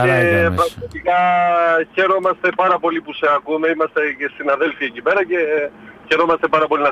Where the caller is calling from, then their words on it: Giannitsa, Central Macedonia, Greece; είμαι από τα Γιάννητσα.